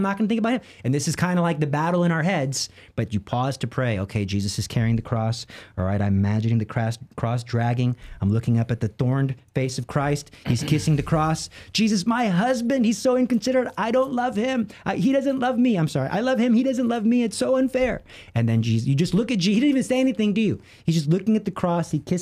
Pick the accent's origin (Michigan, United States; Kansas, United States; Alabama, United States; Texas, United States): Texas, United States; I am from Texas.